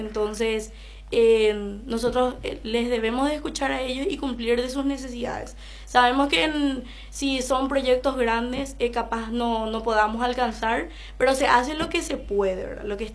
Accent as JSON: {"language": "Spanish", "town": "Coronel Oviedo", "region": "Caaguazú", "country": "Paraguay", "said": "soy de acá."}